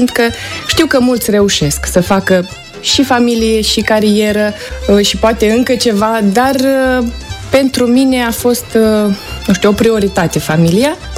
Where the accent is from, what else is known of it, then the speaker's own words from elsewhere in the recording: Chișinău, Moldova; De Baștină sunt din Chișinău, dar părinții vin din satul Suhuluceni și Coropceni, raionul Telenești. De ce totdeauna menționez satele? Fiindcă chiar dacă m-am născut și am trăit în Chișinău